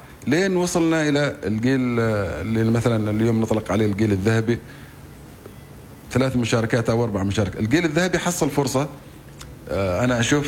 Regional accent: Oman; also born or lived in Salalah; عندنا في عمان

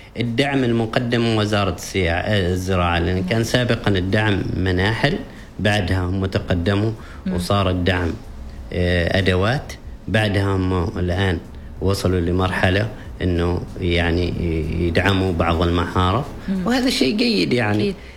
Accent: Oman; عندنا في عمان

